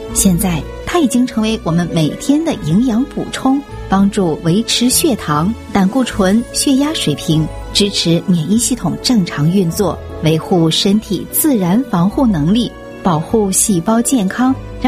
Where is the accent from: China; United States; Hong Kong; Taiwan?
United States; 结果啊，一年播两次钟，咱们美国人是吵了几十年，这次他又卡住了。